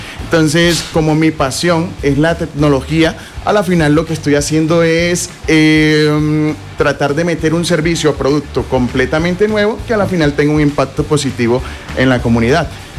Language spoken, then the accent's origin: Spanish; Valledupar, Cesar, Colombia; now in Medellín, Colombia; yo no soy de acá de Medellín, yo soy de la capital mundial del vallenato